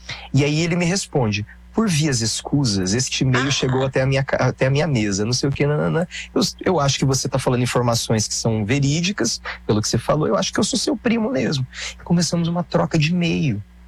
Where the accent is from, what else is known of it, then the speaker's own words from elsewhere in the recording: Paraná, Brazil; Você sabe que eu sou do Paraná, né? Família, na minha cabeça, assim, metade da família ali … italianos, misturados com espanhóis e alemães, que daí é … tal. E aí, outro lado … é sírio-libanês.